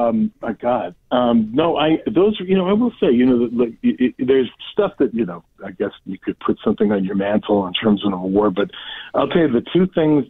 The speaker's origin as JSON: {"language": "English", "town": "Buffalo", "region": "New York", "country": "United States", "said": "I'm a man of the people. I'm from Buffalo. What do you expect?"}